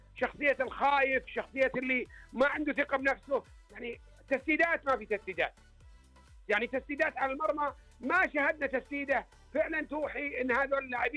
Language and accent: Arabic; Saudi Arabia; أنا كمدرب سعودي واللاعب يعني من نفس الجنسية